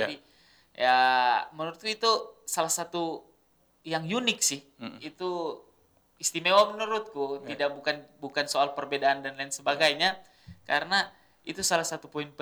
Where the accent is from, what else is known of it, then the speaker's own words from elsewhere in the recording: Banggai, Central Sulawesi, Indonesia; ada pun yang kayak saya dari Banggai, ada pun yang dari Banggai Kepulauan, itu aksennya akan berbeda sedikit untuk berbicara.